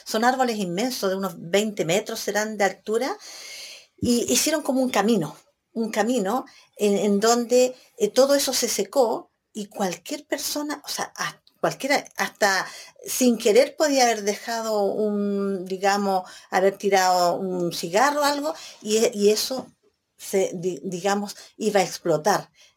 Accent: Penco, Biobío, Chile; soy de Penco Chico

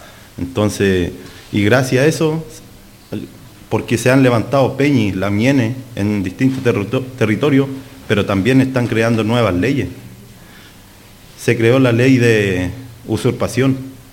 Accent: Araucanía, Chile; no solamente yo vengo de Malleco, no solamente en Malleco

